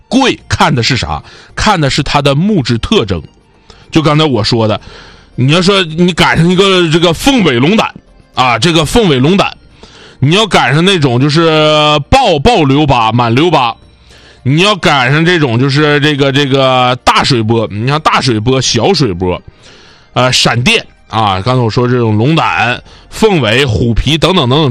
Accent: Northeast China, China; 我想我们东北人再有口音也不至于啊

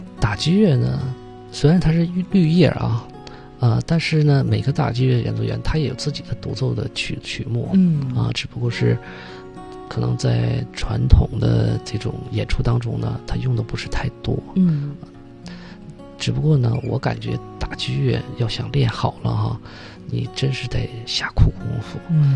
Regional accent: Jilin, China; 把我们吉林的长白山

